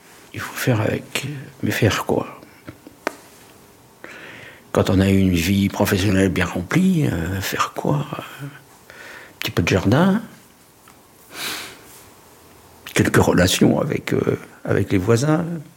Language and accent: French; Laval, Pays de la Loire, France; Je vais avoir 78 ans. Je suis donc natif de Laval, de la Mayenne.